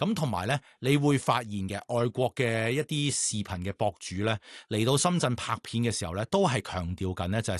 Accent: Hong Kong; 我哋香港人

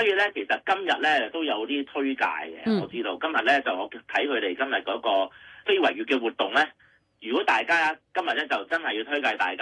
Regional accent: Hong Kong; 大家都知道香港都一個幾多元嘅地方啦，我哋即係一個中西文化交匯嘅地方。

